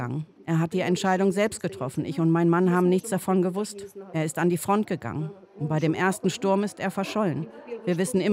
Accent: Ukraine; Für mich ist das alles sehr schmerzhaft, denn ich komme selbst aus der Ukraine. Meine Eltern sind dort begraben.

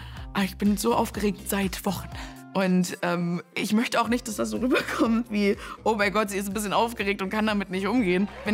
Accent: Leipzig, Saxony, Germany; weil ich komme aus Leipzig und hier gibt es auch eine Comedy-Szene, aber die sind ein bisschen kleiner.

